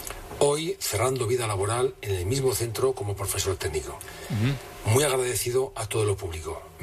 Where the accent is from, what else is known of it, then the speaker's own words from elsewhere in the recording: Aragon, Spain; born there; Nací en el Aragón agrícola.